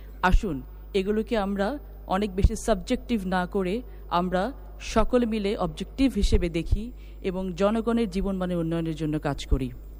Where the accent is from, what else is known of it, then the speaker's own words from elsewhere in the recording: Natore, Rajshahi Division, Bangladesh; নাটোরের মানুষ, আমি নাটোরের মেয়ে।